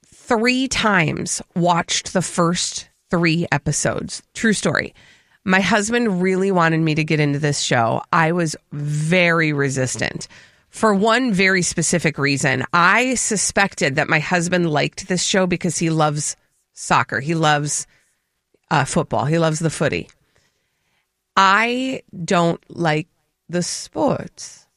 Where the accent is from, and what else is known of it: United States